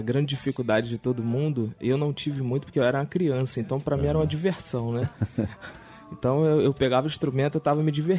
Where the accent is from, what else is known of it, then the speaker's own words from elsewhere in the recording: Rio de Janeiro, Brazil; Do Rio de Janeiro.